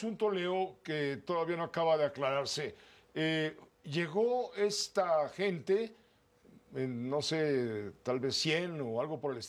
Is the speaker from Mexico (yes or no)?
yes; Mexico; Duele siendo mexicano, ¿no crees?